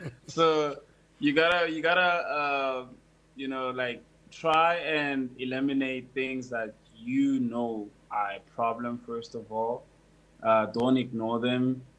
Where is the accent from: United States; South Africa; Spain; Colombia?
South Africa; Durban, KwaZulu-Natal; my background from the hood. I'm from Durban.